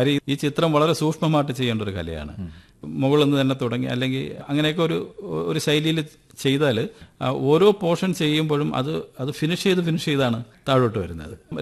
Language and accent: Malayalam; Hariharapuram, Kerala, India; ഇങ്ങനെയുള്ള ഒരു പ്രകൃതി രമണീയമായ ഹരിഹരപുരം എന്ന എന്റെ ഗ്രാമത്ത് ജനിച്ചു വളർന്നതിന്റെ ആ ഗുണം കൂടി എനിക്ക് തീർച്ചയായിട്ടും